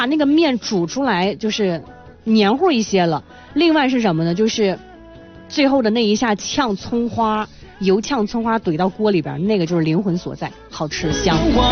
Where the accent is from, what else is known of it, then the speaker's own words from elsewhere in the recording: Shanxi, China; 按照我们山西人的这个生活习惯来说，一会儿我得睡一个午觉。